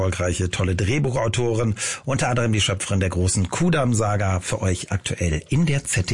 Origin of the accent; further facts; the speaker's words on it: Lower Saxony, Germany; Ich stamme ja auch aus Niedersachsen